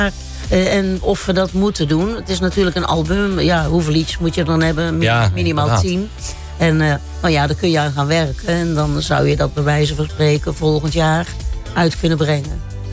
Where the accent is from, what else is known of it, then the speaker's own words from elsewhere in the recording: North Brabant, Netherlands; Ik ben een Brabantse natuurlijk.